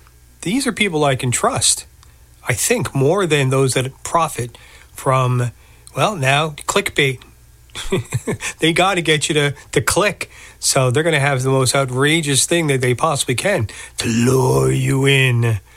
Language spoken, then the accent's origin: English; New Jersey, United States; As a kid growing up in New Jersey